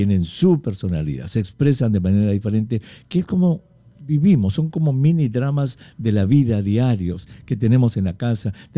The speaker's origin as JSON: {"language": "Spanish", "country": "Peru", "said": "Yo soy súper peruano, más peruana que nunca."}